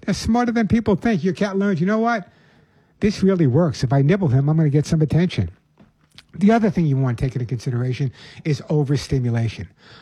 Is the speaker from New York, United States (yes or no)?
yes; Oceanside, New York, United States; also born or lived in Bronx / Queens; now in Santa Monica, United States; I was born in the Bronx, grew up part of my life in Queens and Rockaway Beach, and then most of my time on Long Island in Oceanside.